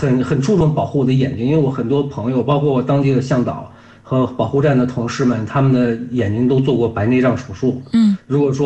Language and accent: Chinese; Qinghai, China; 我作为一个土生土长的青海人嘛，这些高反呀、饮食呀，包括人文风俗啊，我都非常适应那一片